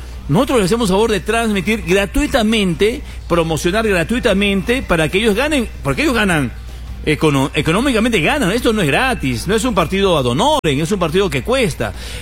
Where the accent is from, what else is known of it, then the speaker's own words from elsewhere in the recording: Moquegua, Peru; Somos inexpertos, todos los moqueguanos, en el tema deportivo